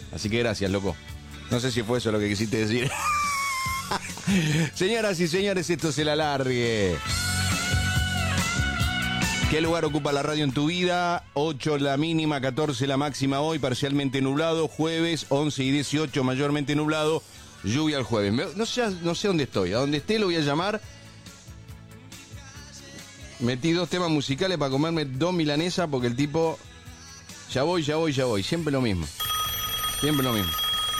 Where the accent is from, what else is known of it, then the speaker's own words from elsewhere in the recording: Argentina; Son de sobremesa larga, los curas, como cualquier argentino. Eso vendrá de nuestra herencia española.